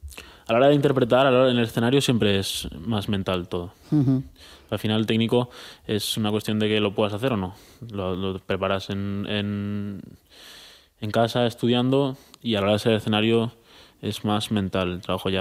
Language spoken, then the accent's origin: Spanish; Rafelbuñol, Valencian Community, Spain; moved away as an adult; now in Madrid, Spain; yo soy de Valencia.